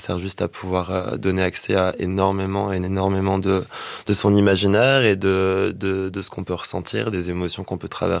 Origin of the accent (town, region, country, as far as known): Réunion, France